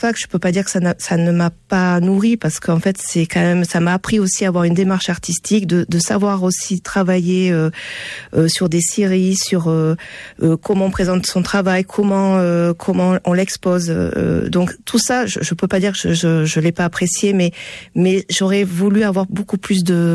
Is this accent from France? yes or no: yes; Toulouse, Occitanie, France; born there; also born or lived in Bordeaux; Alors, je suis née à Toulouse. Je suis partie faire une partie de mes études à Bordeaux, parce que la fac d'art plastique n'existait pas encore à Toulouse.